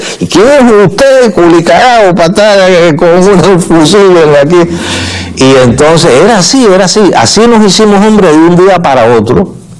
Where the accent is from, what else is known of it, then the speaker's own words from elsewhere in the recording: San Antonio de los Baños, Artemisa, Cuba; cuando atacaron las bases de aquí de La Habana, de San Antonio de los Baños, que es mi pueblo.